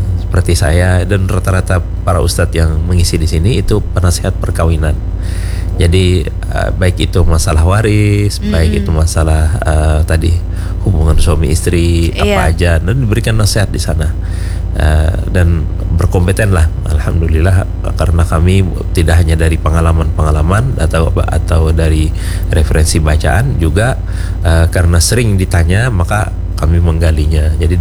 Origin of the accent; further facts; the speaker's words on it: South Kalimantan, Indonesia; Kita orang Banjar mulai zaman dulu ada.